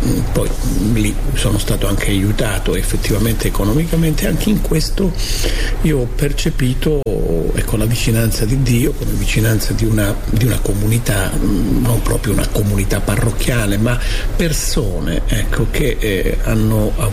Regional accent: Isola di Capo Rizzuto, Calabria, Italy; i professionisti di Isola Caporizzuto, il mio paese natio, e tutta gente che ha frequentato i Barnabiti o i Gesuiti o i Paolini, no?

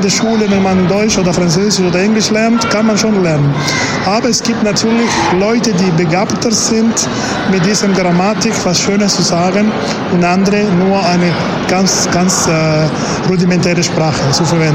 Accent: Argentina; now in France; Ich komme aus Argentinien und wir haben die Tradition von Italien übernommen.

